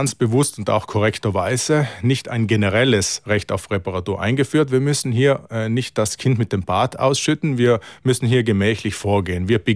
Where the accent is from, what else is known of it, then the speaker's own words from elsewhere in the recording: Trentino-Alto Adige, Italy; Für uns Südtiroler, Südtirolerinnen bedeutet